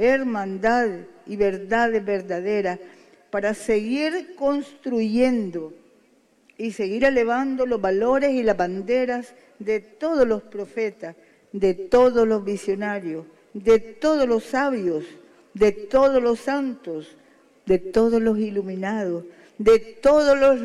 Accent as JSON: {"language": "Spanish", "country": "Nicaragua", "said": "como revolucionarios, como nicaragüenses patriotas, como sandinistas"}